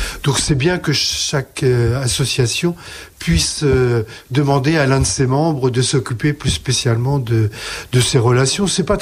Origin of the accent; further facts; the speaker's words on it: Centre-Val de Loire, France; moved away as an adult; now in Poitou-Charentes, France; je suis arrivé en région Poitou-Charentes, puisque je suis originaire normalement du Val-de-Loire.